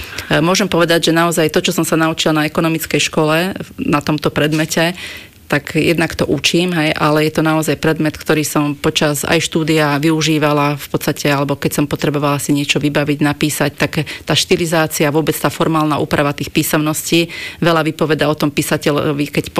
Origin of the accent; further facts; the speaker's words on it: Banská Bystrica Region, Slovakia; pochádzam z Horehronia. Tam bola v podstate veľká nezamestnanosť, všetky podniky boli pozatvárané